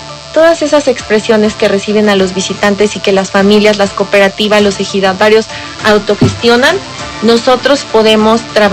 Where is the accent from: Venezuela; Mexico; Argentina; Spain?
Mexico; Puebla; es poblana.